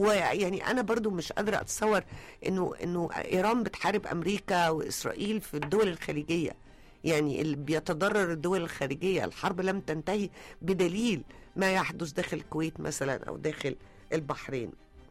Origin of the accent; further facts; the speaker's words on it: Egypt; now in Mohandessin, Giza, Egypt; إحنا كمصريين